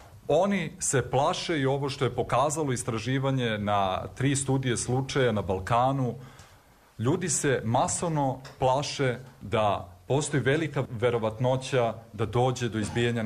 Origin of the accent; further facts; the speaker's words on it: Pristina, Kosovo; born there; moved away; da sam rođen u Prištini, na Kosovu, da nažalost ne živim više na Kosovu, tu su još uvijek moji roditelji